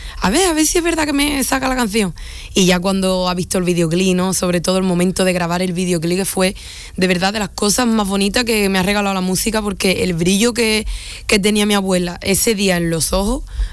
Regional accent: Isla Cristina, Andalusia, Spain; Y allí también tengo que cerrar por mi tierra, ¿no? Por Isla Cristina, la parte de la Antilla

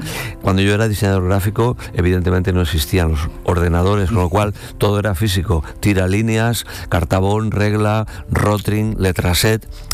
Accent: Barcelona, Catalonia, Spain; en una pequeña terraza que teníamos en la casa donde yo nací, donde yo vivía, en el barrio de Pueblo Nuevo, en Barcelona, Poblenou, pues yo ya subía, tendría yo 8 o 10 años

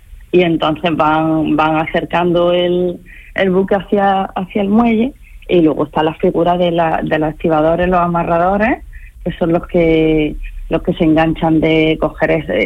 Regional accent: Linares, Andalusia, Spain; now in Almería, Spain; yo soy de interior, soy de Jaén, de Linares, y hasta que no me vine a vivir aquí a Almería no conocía este mundo

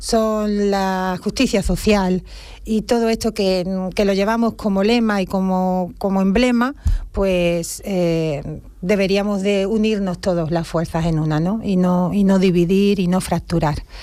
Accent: Spain; yo me considero española también

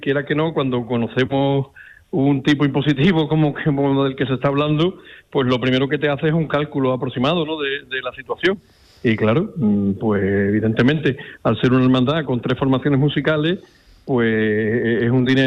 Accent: Jerez de la Frontera, Andalusia, Spain; also born or lived in Seville; Soy sevillano de nacimiento, hermano de la hermandad de la Iniesta de toda mi vida, y jerezano de adopción, vivo aquí desde prácticamente desde que nací

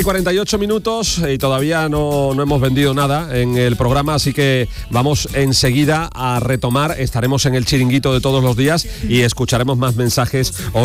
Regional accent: Andalusia, Spain; accent: Andalusian; Vamos a seguir hablando de nuestro idioma, de nuestro acento, del acento andaluz y del idioma español

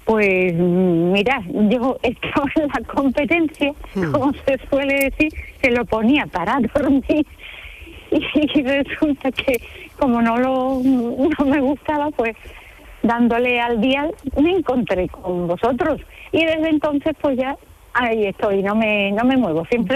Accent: San Fernando, Andalusia, Spain; born there; moved away; Pero voy a San Fernando, que es mi pueblo

